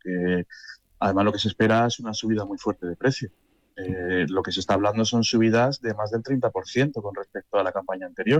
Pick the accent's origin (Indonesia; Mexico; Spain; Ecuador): Spain